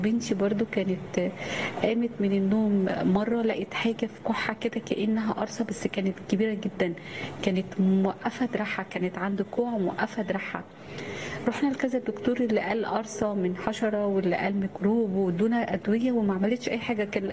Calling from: Cairo, Cairo Governorate, Egypt; أنا بنتك من القاهرة،

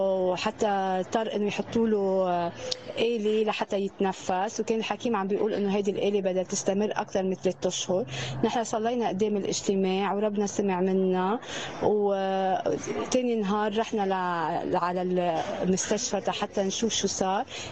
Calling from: Beqaa, Lebanon; أنا مواطنة من البقاع، من لبنان،

